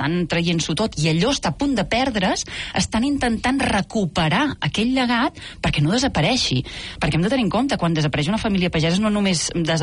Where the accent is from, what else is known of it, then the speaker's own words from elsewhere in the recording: Torroella de Fluvià, Catalonia, Spain; born there; Jo vaig néixer a Torroella Fluvià, que és un poblet de l'Alt Empordà, en un veïnat molt petit que es diu Sant Tomàs de Fluvià